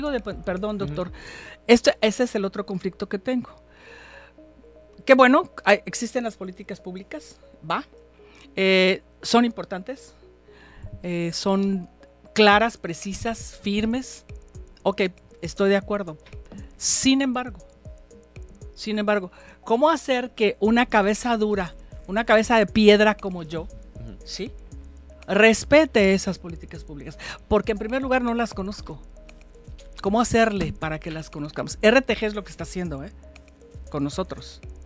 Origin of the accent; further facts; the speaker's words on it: Guerrero, Mexico; born there; yo soy costeña nacida en Guerrero y no me afrento desde lo que soy.